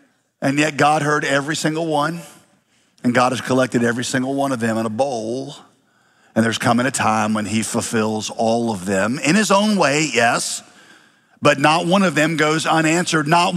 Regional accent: Winston-Salem, North Carolina, United States; I grew up in Winston-Salem. That was my home city. From the time I was two, went to college in Winston-Salem.

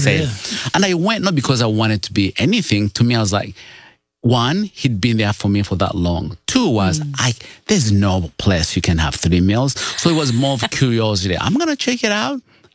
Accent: Uganda; born or raised there; moved away

